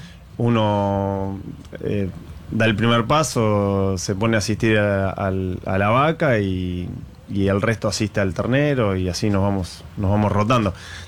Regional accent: Mercedes, Buenos Aires Province, Argentina; now in Nueve de Julio, Argentina; Yo soy de Mercedes, pero ya hace unos cuantos años que vivo en 9 de julio.

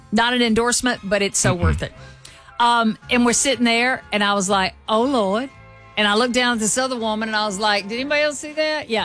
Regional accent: the South, United States; accent: southern; just in my normal southern accent.

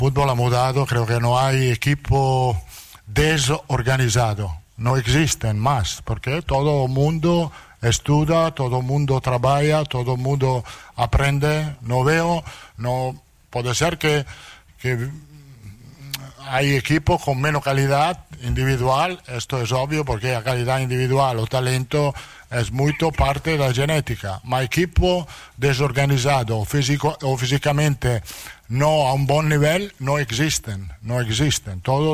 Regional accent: Italy; Portuguese is a second language

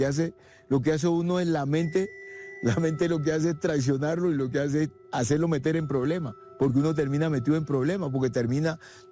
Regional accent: Colombia; a mí me escogían de acá de Colombia para ir a representar el país en esos juegos.

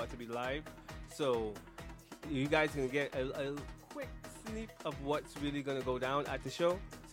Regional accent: St. Thomas, U.S. Virgin Islands; from St. Thomas. I'm originally from St. Thomas

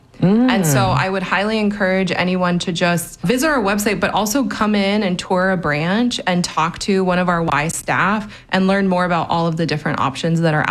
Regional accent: Las Vegas, Nevada, United States; So I'm actually a Las Vegas native, born and raised.

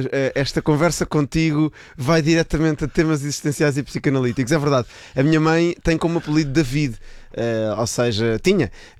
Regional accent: Lisbon, Portugal; born there; na biografia da Bodeira de Cante não estava que eu nasci em Lisboa, porque para mim é autoevidente, bolas, eu sou português, portanto

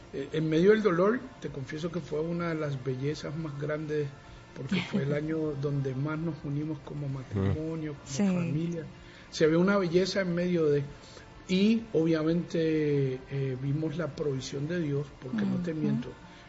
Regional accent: Puerto Rico; also born or lived in Venezuela; en Venezuela? Aunque me crié en Puerto Rico.

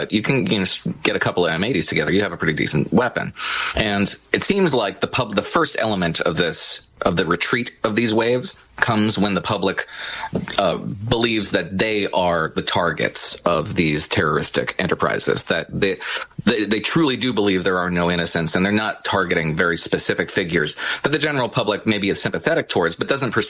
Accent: New Jersey, United States; born or raised there

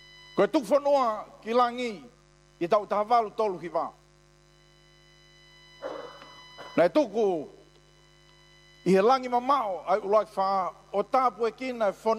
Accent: Australia; I come from Aussie, yeah.

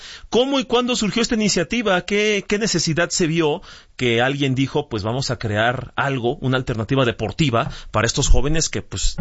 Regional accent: Morelia, Michoacán, Mexico; Es que soy provinciano, perdónenme, soy de Morelia. Para mí, 12 minutos esperando en un crucero ya es el infierno.

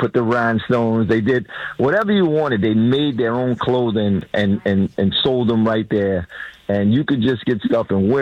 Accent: New York City, New York, United States; I grew up in Harlem, 125th Street.

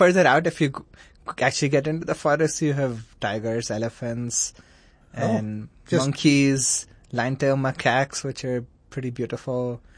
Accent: Kerala, India; also born or lived in New Delhi; I grew up in India, in the southern state of Kerala. That's where my grandparents lived, and my parents also lived there when I was growing up. And then later on, we moved to New Delhi.

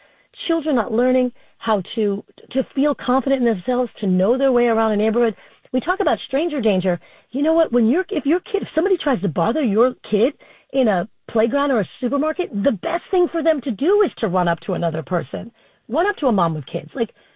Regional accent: Flushing, New York, United States; I grew up in Flushing. I'd walk home from the park all the time

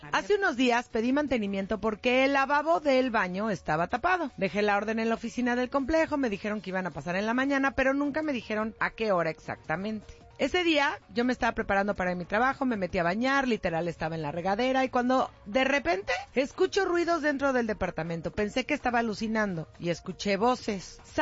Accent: Mexico City, Mexico; Pero es que yo sí crecí en la Ciudad de México, muchachos, ¿cómo les explico?

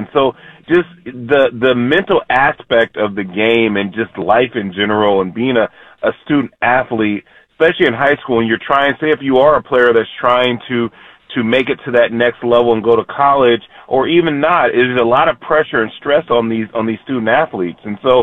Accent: Texas, United States; Trust me, I understand. I grew up in Texas, man. High school football is pretty intense.

